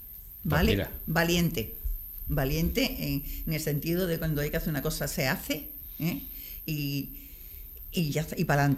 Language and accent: Spanish; San Fernando, Andalusia, Spain; Y yo me pasaba la infancia entre la huerta y la salina, más la salina que la huerta.